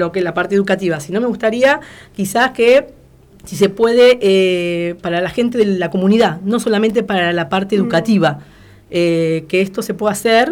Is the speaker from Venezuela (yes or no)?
no; Buenos Aires, Argentina; moved away as an adult; now in Lobos, Argentina; No soy de acá de Lobos. Hace 12 años que vivo en Lobos, pero yo era de Buenos Aires, de la zona sur.